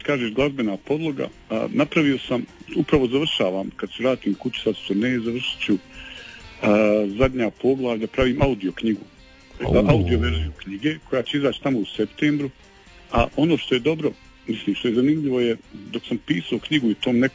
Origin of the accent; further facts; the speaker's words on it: Bosnia & Herzegovina; now in Croatia; Ali mi smo se, kako se zove, dovoljno asimilirali, avil assimilate u Istru, pa nas ne prepoznaju više kao Bosanci